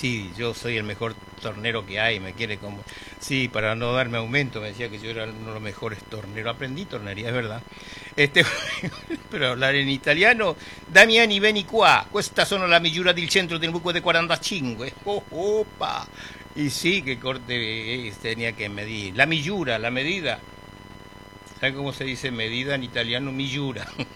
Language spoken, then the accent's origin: Spanish; Buenos Aires, Argentina; born there; Y yo soy hijo de esa tierra, por lo tanto, siempre tengo, ¿no? Esa nostalgia aunque yo me crié en Buenos Aires, tengo que decirlo por una razón obvia, ¿no? Y que mi madre me llevó a Buenos Aires